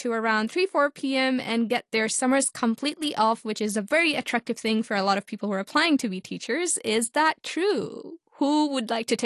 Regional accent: Hong Kong; growing up in Hong Kong

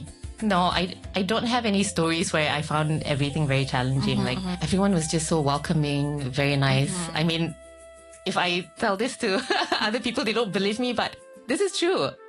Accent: Malaysia; now in Hong Kong; yeah, I'm Malaysian.

